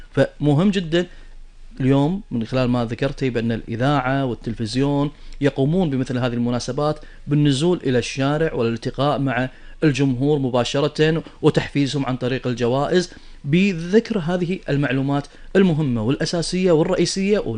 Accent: Kuwait

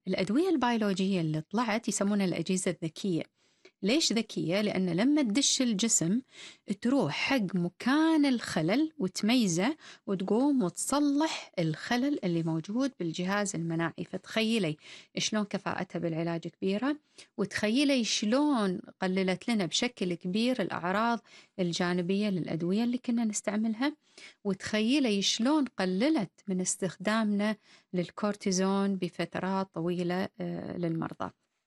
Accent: Kuwait; أنا كويتية وأن أنا أشتغل بالكويت.

